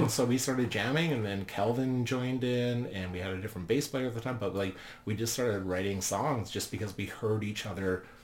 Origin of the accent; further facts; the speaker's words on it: Regina, Saskatchewan, Canada; now in Penticton, Canada; And I'm from Regina originally. I lived there for a long time, and of course that has like a pretty bad rap for being a crappy city. And it kind of is a crappy city